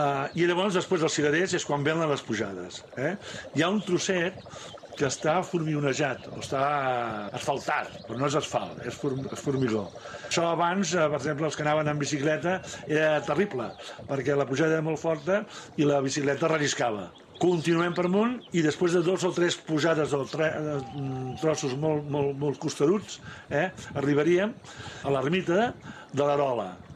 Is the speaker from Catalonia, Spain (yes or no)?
yes; Catalonia, Spain; ens localitza d'on som, del Maresme, amb el mar sempre present